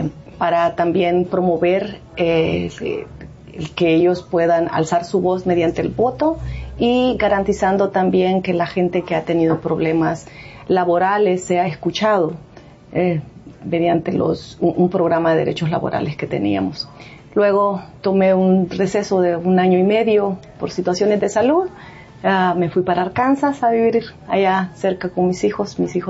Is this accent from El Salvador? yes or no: yes; Chalatenango, El Salvador; moved away as an adult; now in United States; Yo soy una salvadoreña que vino a Estados Unidos en el 2017. Nací, crecí, obviamente, allá en mi país, en El Salvador. Soy chalateca, de Chalatenango. Tengo tres hijos.